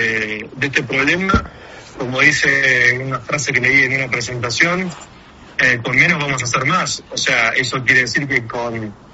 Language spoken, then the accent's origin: Spanish; Argentina; otros países como Argentina que estamos en proceso